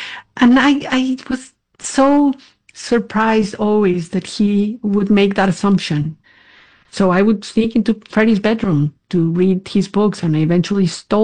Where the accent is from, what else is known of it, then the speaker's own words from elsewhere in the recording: Cuernavaca, Morelos, Mexico; Growing up in Cuernavaca was such a blessing because at the time, we're talking about the 1970s, Cuernavaca was a very small city. It's sunny every day, it's beautiful.